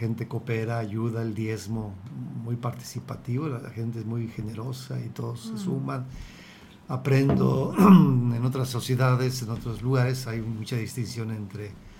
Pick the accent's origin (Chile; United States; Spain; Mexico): Mexico; León, Guanajuato; Soy de León.